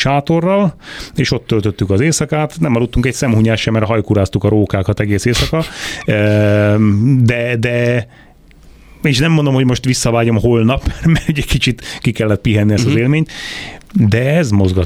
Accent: Karancsalja, Nógrád, Hungary; Én ott nőttem fel

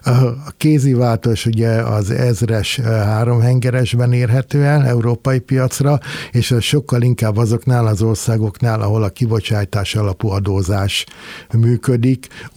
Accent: Hungary; hogyha engem, mint a magyar állampolgárt kérdezel

